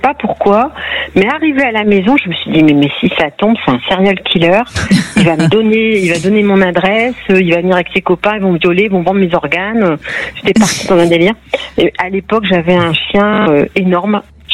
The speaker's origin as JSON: {"language": "French", "region": "northern France", "country": "France", "tie": "born or raised there", "said": "En fait, j'étais seule, moi je suis native du nord de la France, j'étais seule avec mes trois enfants."}